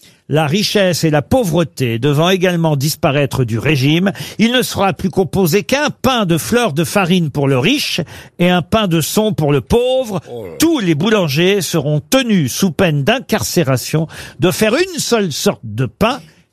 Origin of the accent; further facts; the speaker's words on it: Le Havre, Normandy, France; On disait pas ça chez moi au Havre.